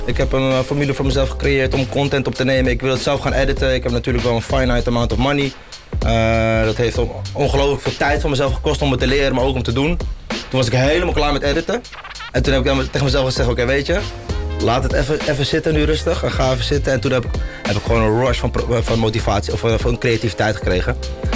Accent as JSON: {"language": "Dutch", "town": "Kortenhoef", "region": "North Holland", "country": "Netherlands", "tie": "born or raised there", "said": "wel ben opgegroeid in een Hollands dorp."}